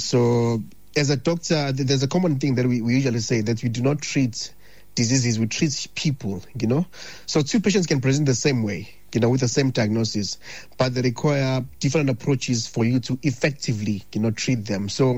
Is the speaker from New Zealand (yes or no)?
no; Ladysmith, KwaZulu-Natal, South Africa; I grew up in Ladysmith, attending in township and rural schools, where resources were very, very limited